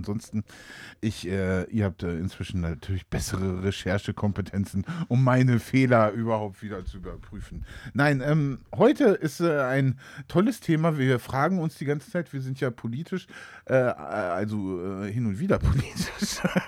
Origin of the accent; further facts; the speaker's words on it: West Germany, Germany; Ich komme ja aus dem Westen